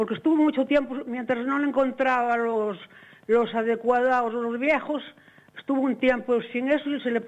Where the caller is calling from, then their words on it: Vilagarcía de Arousa, Galicia, Spain; Desde Villa García de Arosa.